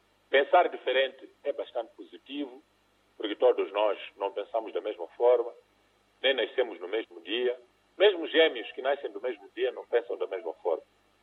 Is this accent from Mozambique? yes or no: yes; Mozambique; nós como moçambicanos temos que continuar assim, porque pensar diferente traz riqueza